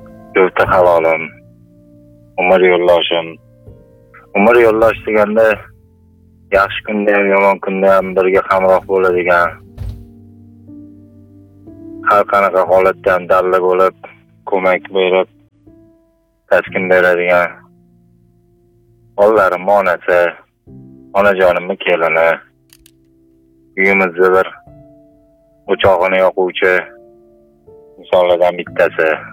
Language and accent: Uzbek; Tashkent, Uzbekistan; Yashnoboddan.